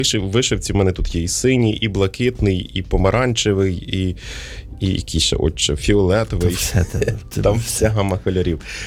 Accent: Podillia, Ukraine; я з Поділля.

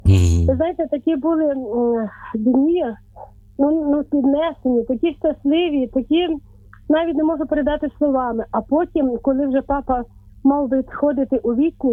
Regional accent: Kamianets-Podilskyi, Khmelnytskyi Oblast, Ukraine; also born or lived in Chortkiv; я з Кам'янця-Подільського. Але коли приїхав папа, ми тоді проживали в місті Чорткові на Тернопільщині.

